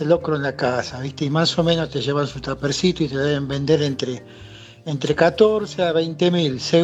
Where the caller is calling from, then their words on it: González Catán, Buenos Aires Province, Argentina; de Catán, el pana.